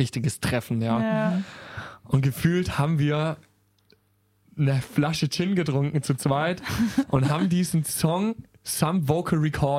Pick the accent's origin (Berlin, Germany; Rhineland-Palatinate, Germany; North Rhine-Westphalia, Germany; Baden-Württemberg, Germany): Baden-Württemberg, Germany; Wimmental; Und ich habe so ein kleines Tonstudio auch in dem Dorf, wo ich aufgewachsen bin.